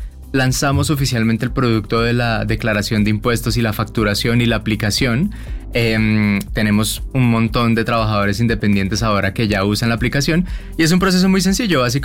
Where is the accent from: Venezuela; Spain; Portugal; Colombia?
Colombia; now in Mexico City, Mexico; Sí, nosotros dos somos colombianos y nosotros llegamos a la Ciudad de México trabajando para Uber.